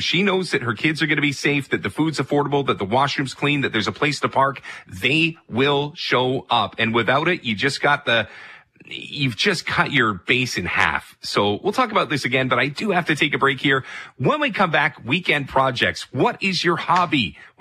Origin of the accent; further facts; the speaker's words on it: Toronto, Ontario, Canada; moved away as an adult; now in Vancouver, Canada; I am from Toronto, but I moved here when I was 20 years old, so I feel like I'm more Vancouver than I am Toronto. I call myself a Vancouverite, but my allegiance and my sports teams will always be Toronto